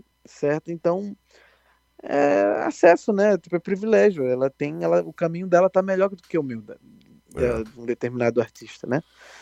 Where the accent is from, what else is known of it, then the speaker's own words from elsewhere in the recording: Arapiraca, Alagoas, Brazil; Arapiraca, que é a minha cidade natal, interior de Alagoas